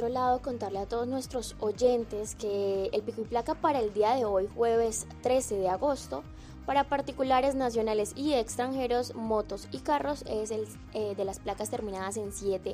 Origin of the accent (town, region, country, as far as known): Colombia